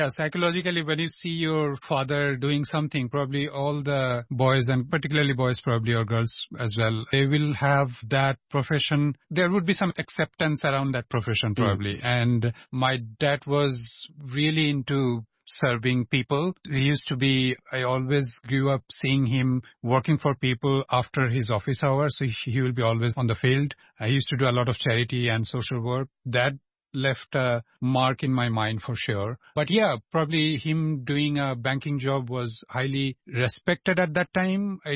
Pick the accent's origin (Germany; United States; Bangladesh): Bangladesh; as you all know that I am from Bangladesh. My parents were bankers as well, and we used to move around in the country a lot